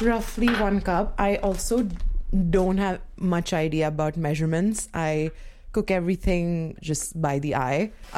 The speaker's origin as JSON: {"language": "English", "town": "Ghaziabad", "region": "Uttar Pradesh", "country": "India", "tie": "born or raised there", "moved": "as an adult", "lives_now": "Kingston, Canada", "said": "It's this town named Ghaziabad. It's in the state of Uttar Pradesh. It's about 2 hours from Delhi, which is the national capital. Suburbia, but not really. Not as fancy or as bougie as how North America suburbs look like."}